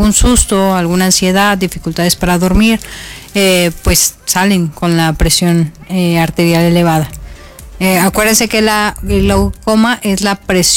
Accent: Mexico; seguimos siendo mexicanos y festejamos como buenos mexicanos que somos.

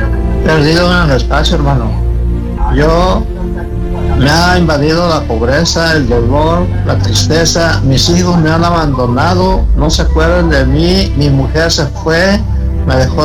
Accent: Tamiahua, Veracruz, Mexico; born there; moved away; Yo nací en Tamiahua, Veracruz, y todo el chamaco me vine a trabajar a los barcos camaroneros.

